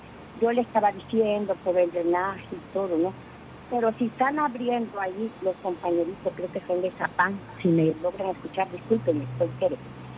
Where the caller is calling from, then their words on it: Mexico; Yo como ciudadana de aquí del barrio San Sebastián